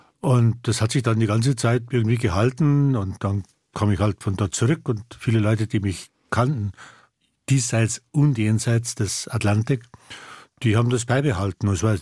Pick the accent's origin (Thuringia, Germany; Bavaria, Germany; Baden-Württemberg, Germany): Bavaria, Germany; Naja, der bayerische Junge wurde geboren als … dann im, wie so im bayerischen, auch gerade